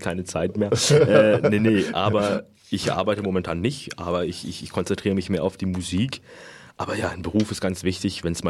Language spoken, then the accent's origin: German; France; now in Germany; Das gibt es bei mir in Frankreich und zwar in meinem Heimatdorf.